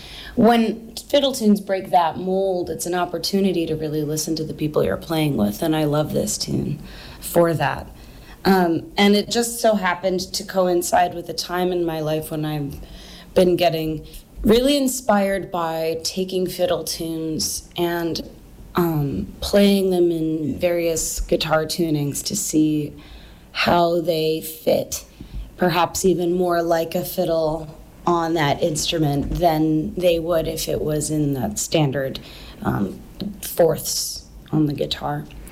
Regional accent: Staunton, Virginia, United States; I grew up playing old-time fiddle music, and I grew up around Stanton, Virginia, so it's nice to be on the air with you today, close to home.

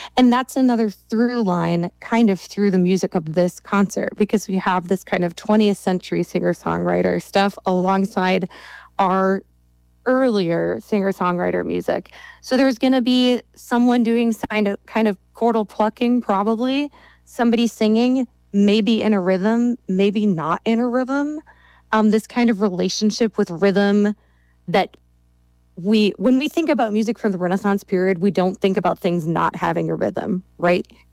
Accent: Minnesota, United States; Because I grew up in Minnesota, which I also love, and I love water, but I am still astonished by mountains.

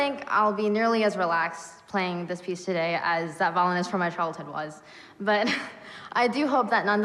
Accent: Irvine, California, United States; born there; also born or lived in Cambridge, England; I'm 15 years old, contrary to what the program might suggest. I'm from Irvine, California, where I'll be studying at the Corcoran School for the coming school year. But I actually spent the first 10 years of my life in Cambridge, England.

